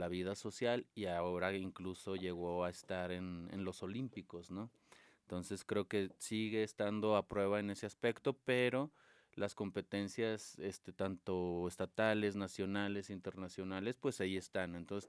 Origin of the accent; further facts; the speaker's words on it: Río Grande, Zacatecas, Mexico; yo siendo oriundo de acá, yo nací en Zacatecas, me crié en Río Grande en mi infancia